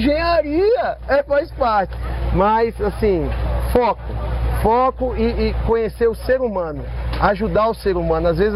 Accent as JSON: {"language": "Portuguese", "town": "Santos", "region": "São Paulo", "country": "Brazil", "said": "hoje eu sou de Santos, mas trabalho aqui em São Paulo."}